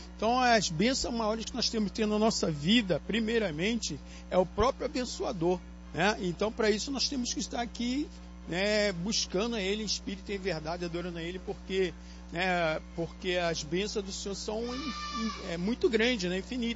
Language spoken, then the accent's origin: Portuguese; Rio de Janeiro, Brazil; Eu venho de Curicica.